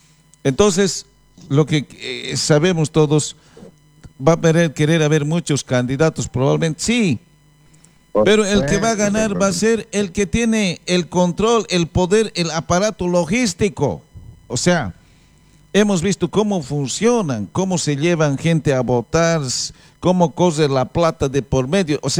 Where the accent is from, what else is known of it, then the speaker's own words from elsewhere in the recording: Llallagua, Potosí, Bolivia; born there; alguien de mi pueblo, de Llallagua